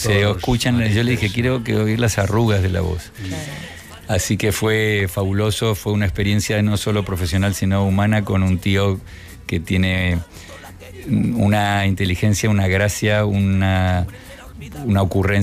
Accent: Murcia, Region of Murcia, Spain; y yo decía, pero si soy de Murcia.

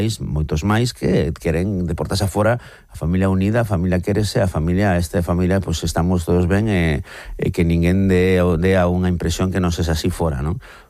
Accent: Sanxenxo, Galicia, Spain; son dun pobo, vivín anos nun pobo, pasa que o meu pobo en verán non é un pobo exactamente, San Senso, eso de pobo ten pobo.

